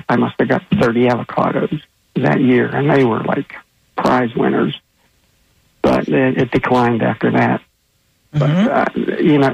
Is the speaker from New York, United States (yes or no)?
no; Pittsburgh, Pennsylvania, United States; moved away; We're from Pittsburgh, Pennsylvania, originally, and we moved down here permanently the very beginning of 2000.